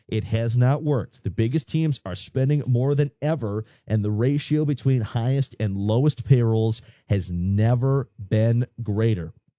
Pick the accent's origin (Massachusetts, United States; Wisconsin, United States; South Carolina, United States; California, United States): Wisconsin, United States; I was born and raised in Wisconsin.